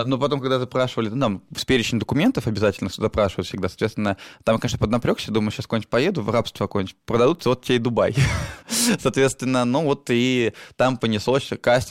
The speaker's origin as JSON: {"language": "Russian", "town": "Sebezh", "region": "Pskov Oblast", "country": "Russia", "said": "Я говорю, я Себеж, соответственно, да."}